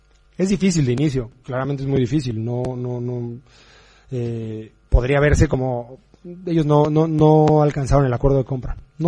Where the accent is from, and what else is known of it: Mexico; now in Valladolid, Spain